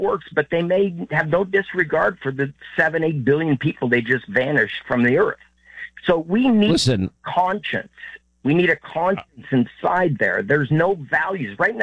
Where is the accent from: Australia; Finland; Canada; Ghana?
Canada; East Coast; also born or lived in San Diego; now in Tennessee, United States; Yeah, you know, I'm really from East Coast to Canada, and I moved down to San Diego in 79. Reagan was my first president. I came here legally with a green card.